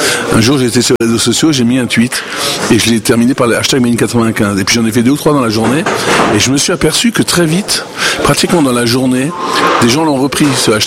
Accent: Grand Est, France; quand on vient comme moi de Lorraine, qu'on arrive en banlieue sud de Paris

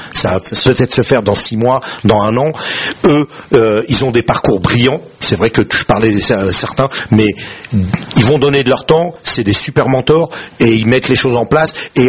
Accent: Garges-lès-Gonesse, Île-de-France, France; Je viens de Garges-lès-Gonesse, d'Ame Blanche Nord, 6000 habitants, 2000 logements, quartier la zone 4.

